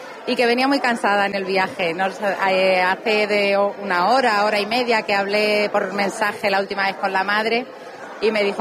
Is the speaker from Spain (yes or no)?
yes; La Solana, Castilla-La Mancha, Spain; now in Ciudad Real, Spain; aunque vivo aquí en Ciudad Real, pero soy de La Solana, y en La Solana, desde yo bien pequeña